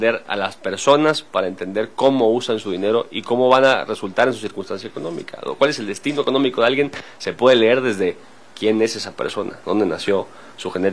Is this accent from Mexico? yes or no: yes; Mexico; born there; Nací en México y no vengo de dinero